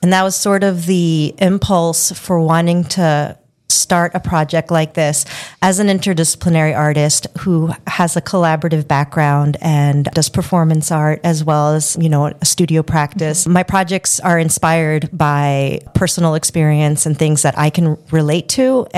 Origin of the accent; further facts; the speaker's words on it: Queens, New York, United States; now in Michigan, United States; because I grew up in New York and Queens